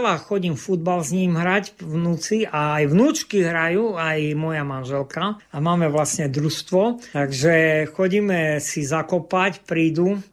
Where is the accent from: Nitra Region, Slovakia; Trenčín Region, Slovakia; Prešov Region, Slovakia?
Prešov Region, Slovakia; Stropkov; born there; ja som sa narodil vlastne v Stropkove. Rodičia Rusini, otec pracoval v Ostrave a keď postavili vežetku, sa vrátil, aby bol bližšie domov. Že mamka vlastne pochádza z Bodružalu.